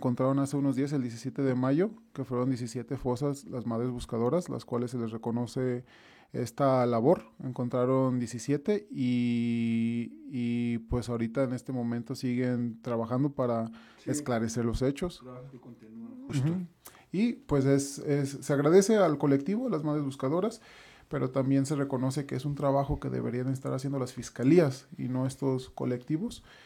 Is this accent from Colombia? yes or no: no; Lagos de Moreno, Jalisco, Mexico; Sí, yo soy de Lagos de Moreno originario.